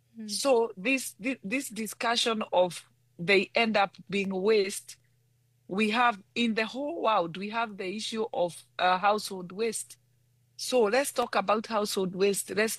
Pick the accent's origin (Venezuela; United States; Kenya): Kenya; we are very concerned as Kenyans